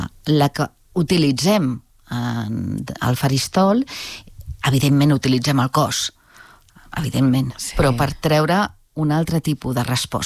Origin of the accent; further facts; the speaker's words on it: Catalonia, Spain; Sí, molt més complicat. Però, a veure, és el meu idioma.